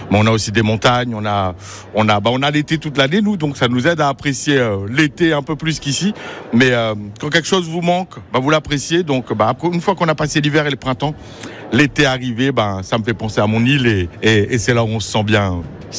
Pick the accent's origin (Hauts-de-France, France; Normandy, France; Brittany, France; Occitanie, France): Normandy, France; Caen; moi, je viens de Caen, Normandie, je suis à Amiens